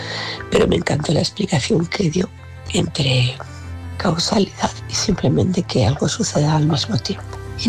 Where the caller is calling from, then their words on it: Tudela, Navarre, Spain; Os escucho este fin de semana desde Tudela de Navarra, mi pueblo.